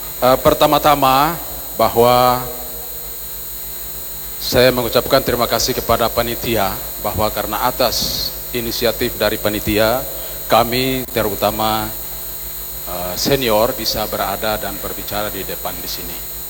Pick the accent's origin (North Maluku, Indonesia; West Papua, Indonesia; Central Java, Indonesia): North Maluku, Indonesia; Ternate; also born or lived in Bacan, South Halmahera / Manado; Saya lahir di Bacan, Halmahera Selatan, menyelesaikan SD sampai perguruan tinggi S1 di Kota Ternate